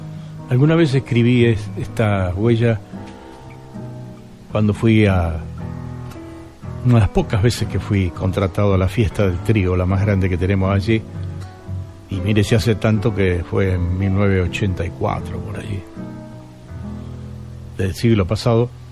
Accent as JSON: {"language": "Spanish", "town": "Tres Arroyos", "region": "Buenos Aires Province", "country": "Argentina", "tie": "born or raised there", "moved": "as an adult", "lives_now": "Buenos Aires, Argentina", "said": "50 años en Buenos Aires, todos los que están en el folclore, en el ambiente, saben que soy de Tres Arroyos"}